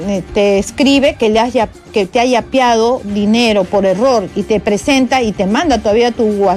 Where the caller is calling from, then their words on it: Breña, Lima, Peru; Le sucedió a una prima. … de Breña.